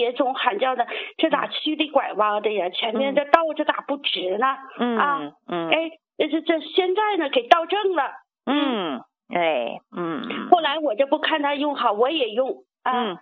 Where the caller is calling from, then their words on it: Xi'an, Shaanxi, China; 那你说我是西安的啊，我这也不知道还能参加上活动吗？